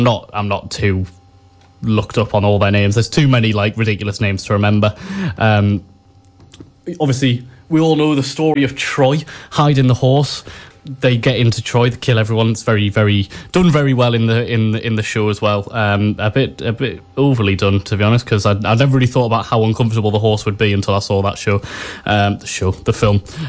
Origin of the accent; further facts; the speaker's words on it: United Kingdom; maybe I'm just too British.